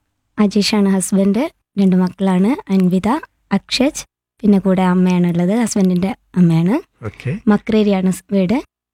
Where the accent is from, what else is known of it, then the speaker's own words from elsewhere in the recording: Melechovva, Kerala, India; എന്റെ വീട് മേലച്ചൊവ്വയാണ്.